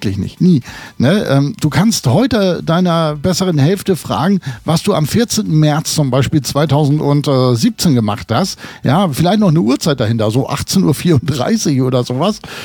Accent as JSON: {"language": "German", "region": "Hamburg", "country": "Germany", "tie": "born or raised there", "said": "Mit ganz lieben Gruß nach Hamburg in meine alte Heimat"}